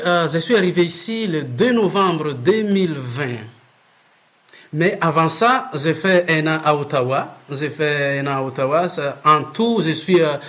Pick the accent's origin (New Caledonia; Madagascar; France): Madagascar; French is a second language; Oui, comme je viens de Madagascar. J'ai fait tout mon parcours des études, des formations, c'était à Madagascar.